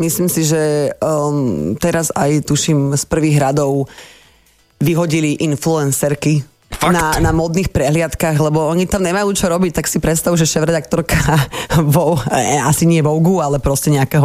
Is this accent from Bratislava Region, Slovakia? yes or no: yes; Bratislava, Bratislava Region, Slovakia; Nežijem v Petržalke, ale som z Petržalky, hej.